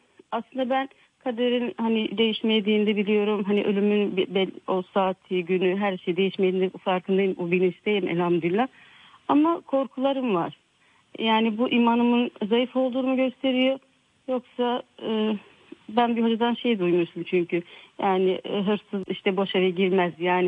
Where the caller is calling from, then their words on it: Istanbul, Turkey; Ben İstanbul'dan arıyorum.